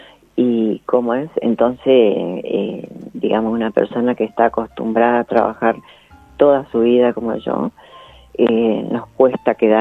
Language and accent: Spanish; Chaco, Argentina; Del Chaco.